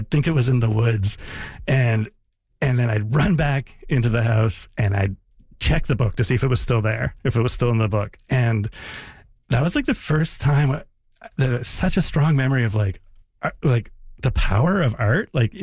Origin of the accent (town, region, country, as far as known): Canada; born or raised there; moved away; also born or lived in San Francisco